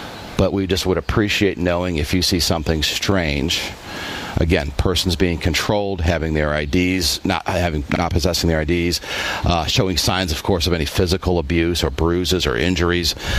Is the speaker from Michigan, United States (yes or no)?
no; Indiana, United States; I'm from Northwest Indiana.